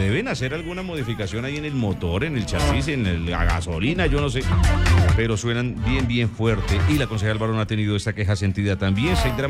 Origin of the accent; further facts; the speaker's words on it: Tolima, Colombia; Soy tolimenses por todo